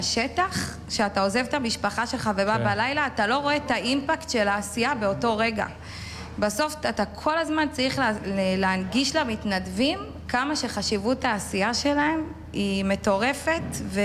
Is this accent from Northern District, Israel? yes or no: yes; Sha'al, Northern District, Israel; אני ממושב שעל בצפון רמת הגולן, בת של חקלאי גם, וחקלאית בעצמי, משק חקלאי.